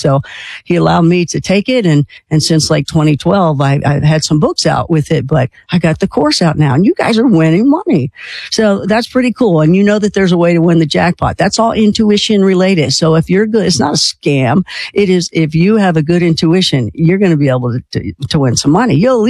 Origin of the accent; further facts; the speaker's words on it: Kentucky, United States; Well, I'm from Kentucky, so we got to do a bourbon show.